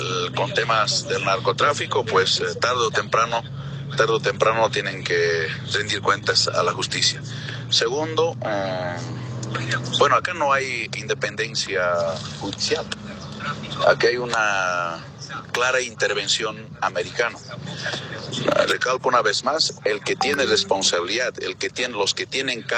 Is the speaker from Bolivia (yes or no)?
yes; Bolivia; como bolivianas y bolivianos